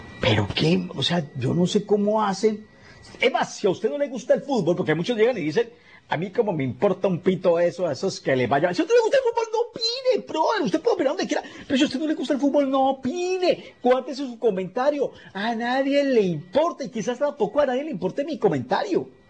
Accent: Colombia

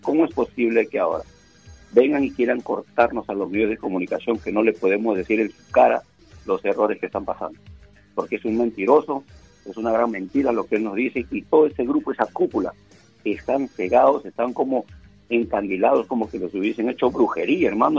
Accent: Brighton, Massachusetts, United States; yo soy de Brighton, pero me iba, por ejemplo, a Somerville, me iba a Revere, me iba a Chelsea

